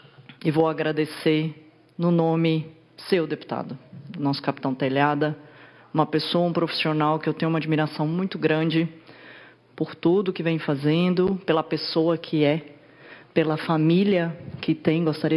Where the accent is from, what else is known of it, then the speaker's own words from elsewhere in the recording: Uberaba, Minas Gerais, Brazil; born there; now in São Paulo, Brazil; eu nasci em Uberaba, mas o meu coração é paulista.